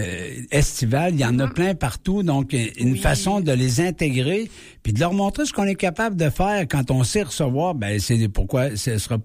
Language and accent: French; Quebec, Canada; now in Beauce, Canada; Mais même pour les Québécois, c'est parfois difficile. Moi, le premier.